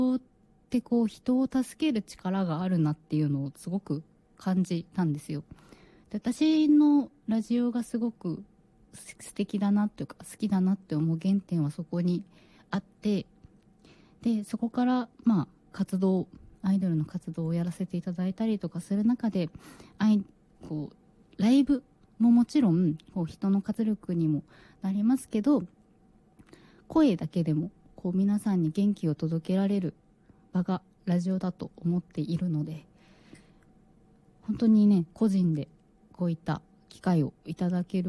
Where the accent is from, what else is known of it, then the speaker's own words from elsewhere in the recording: Aomori, Japan; moved away; まだ私実家というか地元の青森にいたんですけども